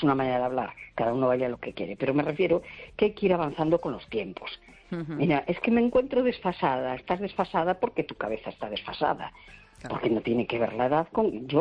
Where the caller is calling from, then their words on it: A Coruña, Galicia, Spain; Hola, buenas noches … de La Coruña.